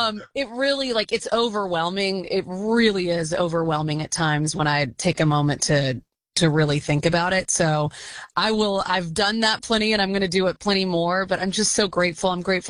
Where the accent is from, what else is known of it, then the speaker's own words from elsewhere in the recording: Alabama, United States; now in San Francisco Bay Area, United States; But I'm from Alabama. My husband is from Mississippi.